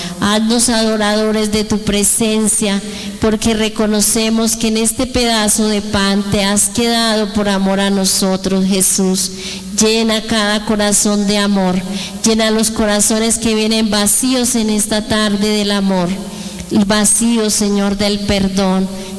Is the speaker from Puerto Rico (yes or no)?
no; Colombia; Hoy postrados aquí como colombianos